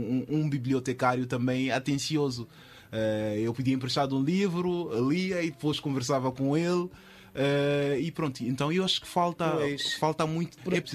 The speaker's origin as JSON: {"language": "Portuguese", "town": "Maputo", "region": "Maputo City", "country": "Mozambique", "tie": "born or raised there"}